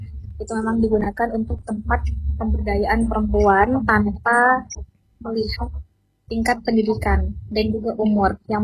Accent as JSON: {"language": "Indonesian", "town": "Ganding", "region": "East Java", "country": "Indonesia", "said": "meskipun saya berasal dari Ganding ya Mas"}